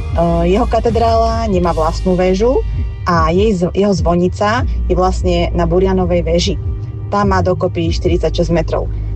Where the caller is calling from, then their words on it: Žilina, Žilina Region, Slovakia; zo Žiliny.